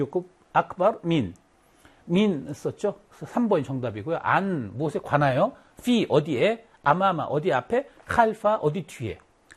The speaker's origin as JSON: {"language": "Korean", "town": "Wonju", "region": "Gangwon", "country": "South Korea", "tie": "born or raised there", "said": "내 고향 원주가 제일 예쁘다고 생각하는데"}